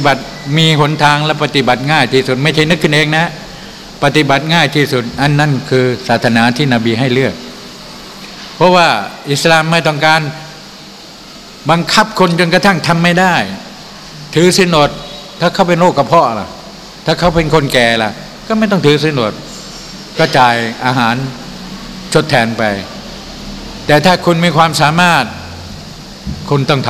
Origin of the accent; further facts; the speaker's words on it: Chachoengsao, Thailand; also born or lived in Bangkok; ผมเป็นคนฉะเชิงเทราไม่มีเลือดใต้เลือดอะไรทั้งสิ้นนะฮะแต่ว่าไอ้ต้นตระกูลมาจากไหนผมไม่รู้